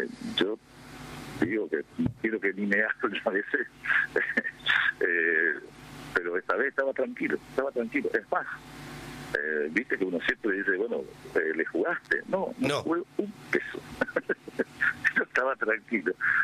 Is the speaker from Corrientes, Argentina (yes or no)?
yes; Esquina, Corrientes, Argentina; yo soy del interior, de Esquina, Corrientes. Venía con mi socio, mi señora y mi hijo. Vivimos ahí.